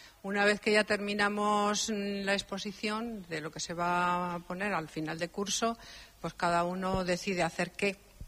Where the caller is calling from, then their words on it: Castile and León, Spain; yo soy castellano-leonesa